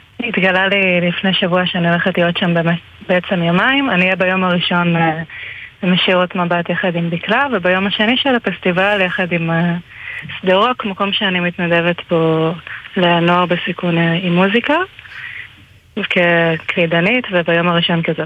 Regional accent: Bror Hayil, Southern District, Israel; אז אני גדלתי בברור חייל בעצם, כן, קיבוץ ברזילאי. אני גם ברזילאית מהחצי של אמא שלי. וכן, גדלתי לתוך צלילה בוסנובה והפורטוגזית.

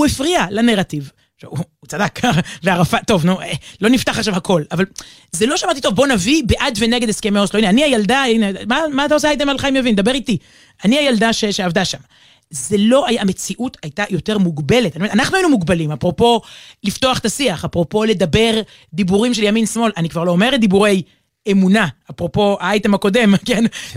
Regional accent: Tel Aviv, Tel Aviv District, Israel; also born or lived in Jerusalem; ברחוב קלאוזנר 14, רמת אביב, גדלתי שם. כשלא הייתי שם, הייתי ברחוב תורה מציון בירושלים.

